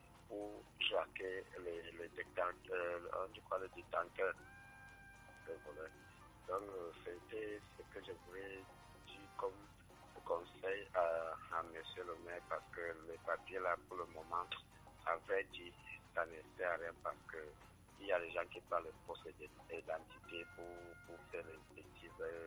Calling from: Yaoundé, Centre, Cameroon; Je suis à Simbok.

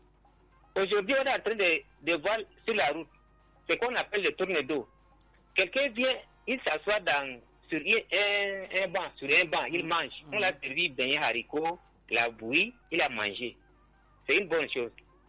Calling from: Cameroon; C'est la mentalité de Camerounais comme ça.

